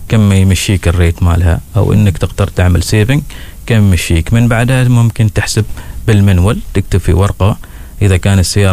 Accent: Oman; فنحن كعمانيين

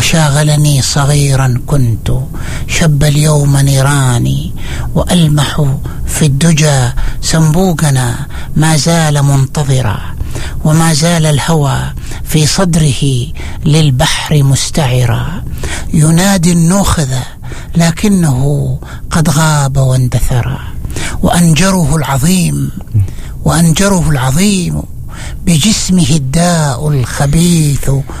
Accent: Oman; وكنت أنا من عمان مشارك في هذه القصيدة.

